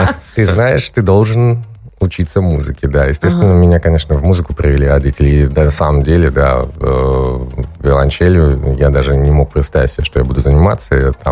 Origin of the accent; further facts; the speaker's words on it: Saint Petersburg, Russia; я сам из Петербурга